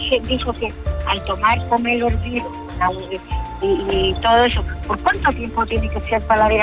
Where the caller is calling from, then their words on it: Calama, Antofagasta, Chile; Yo soy de Calama.